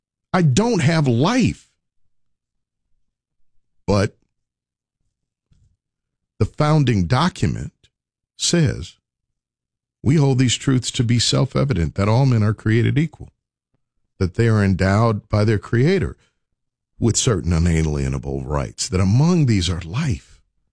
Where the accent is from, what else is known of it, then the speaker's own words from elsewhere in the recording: Tennessee, United States; I am a, fourth or fifth generation Tennessean.